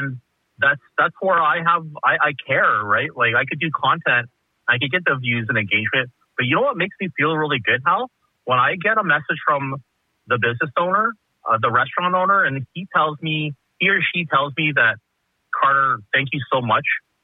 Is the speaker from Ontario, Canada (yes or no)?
no; Winnipeg, Manitoba, Canada; it just comes from just growing up in Winnipeg. I'm born and raised in Winnipeg. I'm an 80s kid. I'm a 90s teenager.